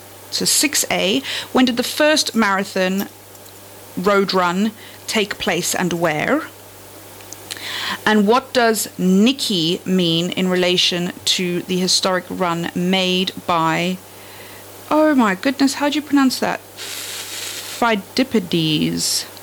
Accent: South Africa; I am also from South Africa.

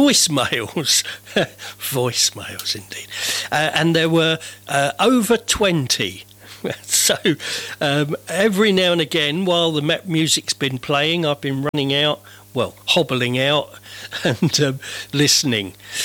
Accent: Benfleet, East of England, United Kingdom; moved away; also born or lived in Canvey Island; I'm from Benfleet in Essex originally, then Canvey Island.

